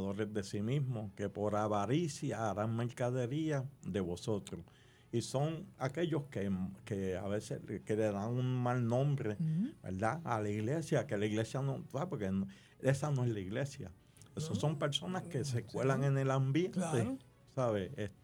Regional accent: Puerto Rico; yo soy boricua

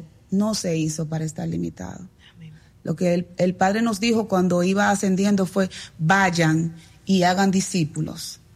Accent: Dominican Republic; Soy dominicana.

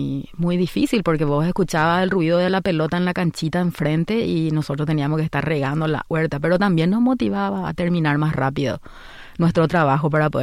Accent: Asunción, Paraguay; nací en Paraguay, en Asunción.

